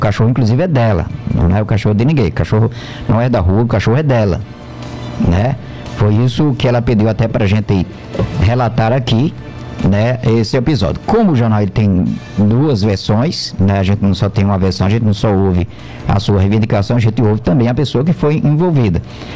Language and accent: Portuguese; Campina Grande, Paraíba, Brazil; Maria Lúcia tá lá em Campina Grande, tá lá na minha cidade, né?